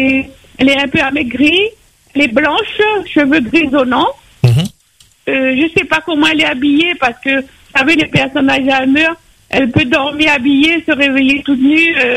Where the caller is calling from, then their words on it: Saint-André, Réunion; Moi, j'habite à Saint-André, mon mari aussi.